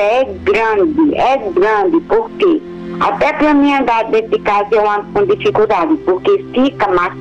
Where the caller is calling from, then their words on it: Crato, Ceará, Brazil; Padre Reginaldo, eu estou falando de um povoado que fica no Crato, Ponta da Serra, no Ceará.